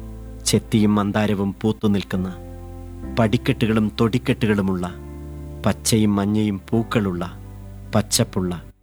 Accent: Vellanad, Kerala, India; അദ്ദേഹം ജനിച്ച നാട്ടിലാണ് ഞാനും ജനിച്ചത്, വളർന്നത്.

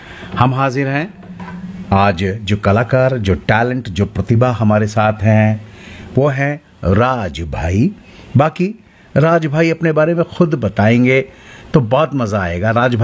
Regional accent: Rajasthan, India; मैं भी राजस्थान से हूं

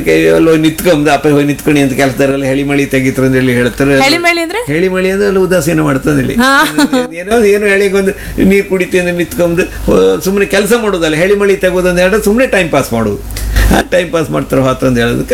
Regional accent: Karnataka, India; accent: Kundapura Kannada; ಖಂಡಿತ, ಕುಂದಾಪುರ ಕನ್ನಡ ಉಳಿಕ ಸಾಧ್ಯ.

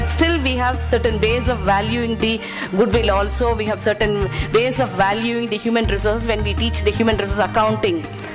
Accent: India

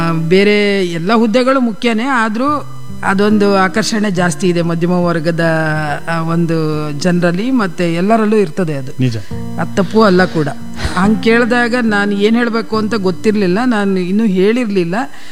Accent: Konanur, Karnataka, India; also born or lived in Mallipatna; now in Belagavi, India; ನಾನು ಹಾಸನ ಜಿಲ್ಲೆಯಲ್ಲಿ ಕೊಣನೂರು ಅಂತ ಒಂದು ಗ್ರಾಮ ಇದೆ ರೀ, ಗಡಿ ಗ್ರಾಮ ಅದು ಕೊಣನೂರು. ಅದು ಕೊಡಗು ಮತ್ತು ಮೈಸೂರಿಗೆ ಅಂಟಿಕೊಂಡಂಗೆ ಕೊನೆ ಗ್ರಾಮ ಅದು ನಮ್ಮ ಜಿಲ್ಲೆಗೆ. ಅಲ್ಲಿ ಹುಟ್ಟಿದ್ದು.

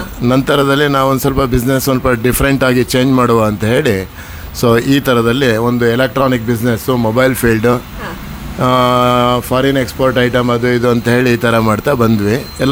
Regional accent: Shivamogga, Karnataka, India; ನಾವು ಶಿವಮೊಗ್ಗದಲ್ಲೇ ಹುಟ್ಟಿದವರು. … Manjunatha talkies area, Shivamogga. So ಅಲ್ಲಿಂದ ಇಲ್ಲೇ ಎಜುಕೇಷನ್ಸ್ ಎಲ್ಲ ಶಿವಮೊಗ್ಗದಲ್ಲೇ ಆಗಿ

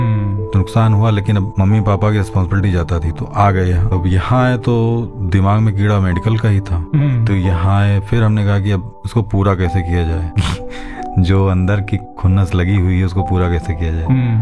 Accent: Varanasi, Uttar Pradesh, India; मैं ये बताया कि मैं बनारस से आया हूँ, तो उनको इंटरेस्ट आ गया

